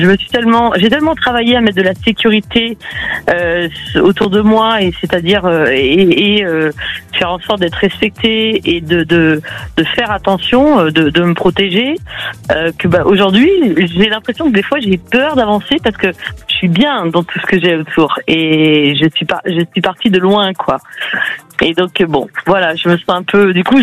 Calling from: Brittany, France; De Bretagne, exactement.

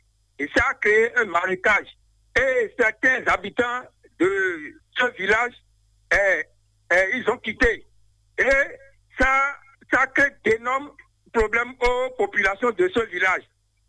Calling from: Porto-Novo, Ouémé, Benin; je vous appelle depuis Gassin, devant 3e arrondissement de Porto-Nouveau.

